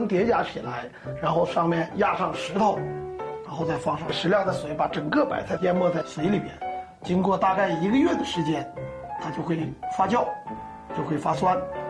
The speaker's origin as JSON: {"language": "Chinese", "region": "Northeast China", "country": "China", "said": "我们东北人还有一种储存这个食品的方式"}